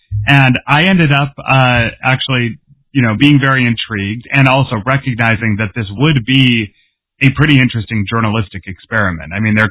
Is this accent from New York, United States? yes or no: no; Massachusetts, United States; I grew up in Massachusetts, so I've been New England sports fan, the Celtics and Patriots.